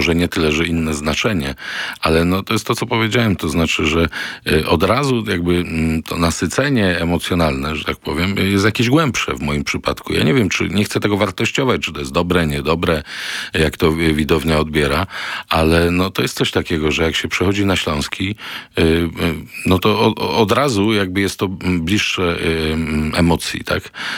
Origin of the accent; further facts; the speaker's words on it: Silesian Voivodeship, Poland; born there; accent: Silesian; first language Silesian; Polish is a second language; język śląski, jak i w moim przypadku, tak i w przypadku Roberta, to jest nasz język pierwszy.